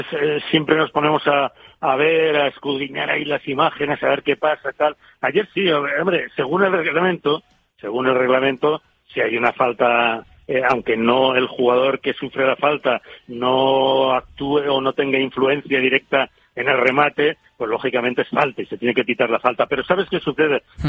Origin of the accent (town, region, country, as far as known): Castellón de la Plana, Valencian Community, Spain; now in Madrid, Spain